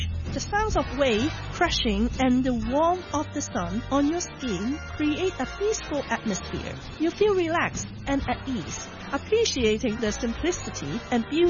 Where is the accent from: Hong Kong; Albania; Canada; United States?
Hong Kong; As a typical Hong Konger